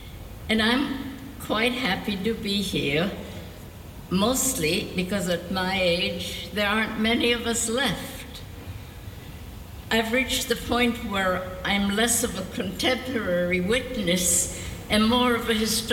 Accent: Vienna, Austria; I was born right here in Vienna on December 1930. My father was chief editor of the Kronen Zeitung, and we lived in the 9th district.

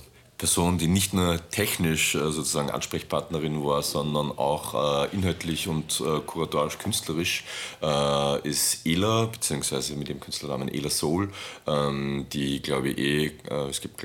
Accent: Linz, Upper Austria, Austria; born or raised there; also born or lived in Istanbul

